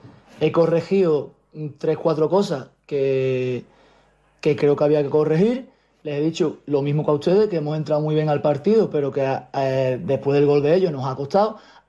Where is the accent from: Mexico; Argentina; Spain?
Spain; Morón de la Frontera, Andalusia; yo soy de Morón y esto me coge muy cerca.